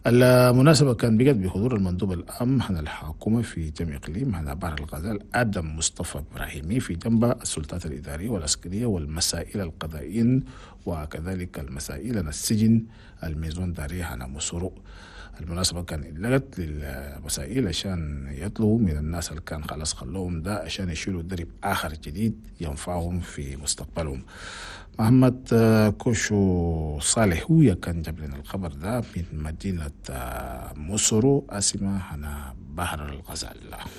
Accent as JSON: {"language": "Arabic", "country": "Chad", "said": "هنا بلدنا تشاد"}